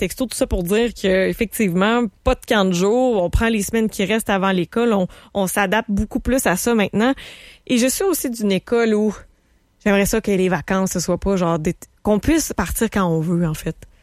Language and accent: French; Charlevoix, Quebec, Canada; born or raised there; now in Quebec City, Canada